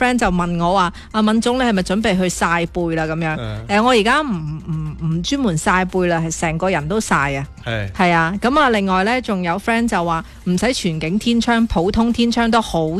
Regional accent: Guangdong, China

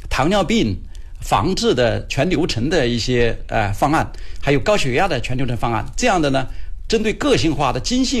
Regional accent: Foshan, Guangdong, China; 所以我们佛山人应该还是想生啊，爱生敢生。

